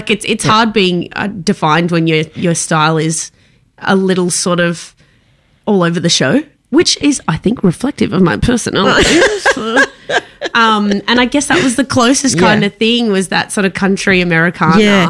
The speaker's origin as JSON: {"language": "English", "region": "Tasmania", "country": "Australia", "tie": "born there", "moved": "yes", "said": "I was born in Tasmania and moved to Nam 13 years ago to pursue my musical dreams, and I've been playing here ever since."}